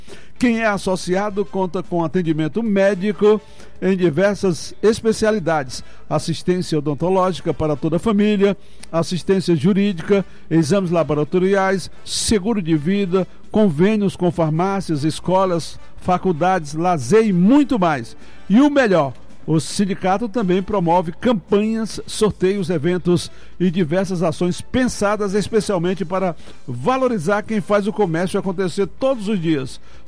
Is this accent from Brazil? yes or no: yes; Santa Quitéria, Ceará, Brazil; Nós somos de São José do Frade, que é um distrito. Agora é Raimundo Martins, mas ele é um distrito de Santa Quitéria